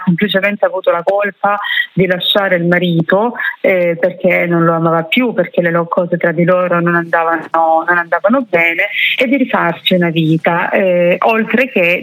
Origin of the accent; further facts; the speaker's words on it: Cinquefrondi, Calabria, Italy; un comune vicino al mio, lei viveva a Laureana di Borrello e io sono di Cinquefronte, quindi parliamo di 10 chilometri di distanza